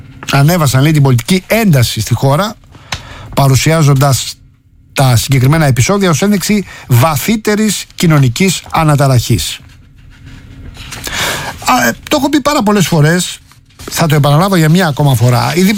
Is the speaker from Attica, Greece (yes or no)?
yes; Rafina, Attica, Greece; στη Ραφίνα, στην πατρίδα μου